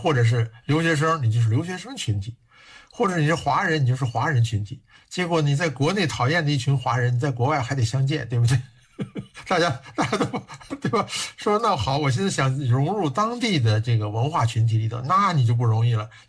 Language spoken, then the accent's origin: Chinese; China; 我们在中国其实也一样啊。你说我离开了家乡。